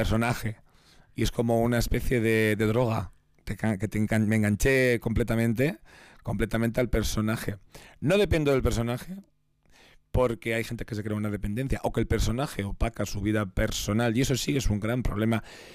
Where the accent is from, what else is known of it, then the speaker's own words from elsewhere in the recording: Vitoria-Gasteiz, Basque Country, Spain; Yo primero por y para Gasteiz. Gasteiz, Araba.